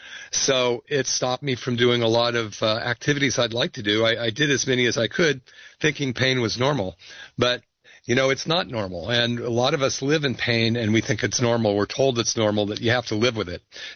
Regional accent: Berkeley, California, United States; I grew up in Berkeley in the 60s and 70s

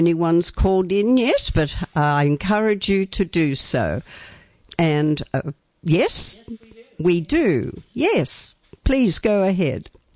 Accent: Sydney, New South Wales, Australia; moved away as an adult; now in Santa Cruz, United States; southeast Australia, you know, around Sydney.

